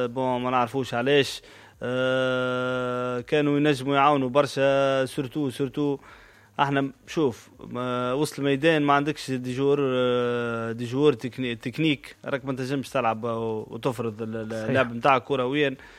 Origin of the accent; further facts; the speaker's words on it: Tunisia; احنا منتخب تونسي